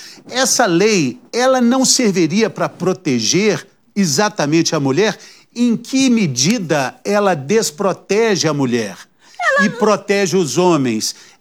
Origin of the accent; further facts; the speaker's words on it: Minas Gerais, Brazil; Você é carioca, eu sou mineiro